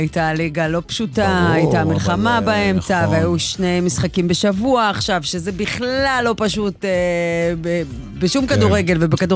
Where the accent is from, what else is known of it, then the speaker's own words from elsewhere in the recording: Be'er Sheva, Southern District, Israel; moved away; אני מאושרת עם המשפחה שלי בבאר שבע